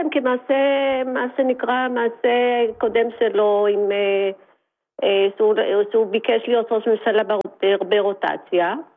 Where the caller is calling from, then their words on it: Tel Aviv, Tel Aviv District, Israel; אני מתל אביב.